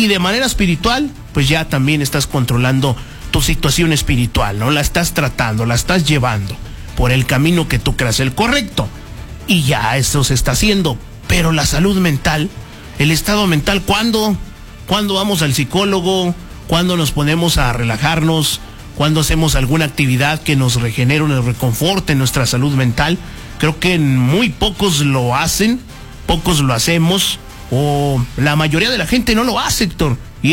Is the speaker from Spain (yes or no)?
no; Mexico; Los mexicanos, como todo mexicano